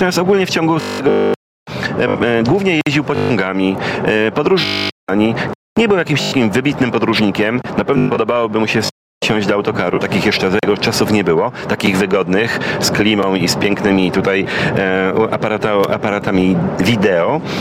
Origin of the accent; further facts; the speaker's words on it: Silesian Voivodeship, Poland; Ja sam jestem Ślązakiem i zawsze bardzo cieszę się na spotkanie z nimi, bo zawsze moja znajomość tej mowy moich przodków jeszcze polepszona.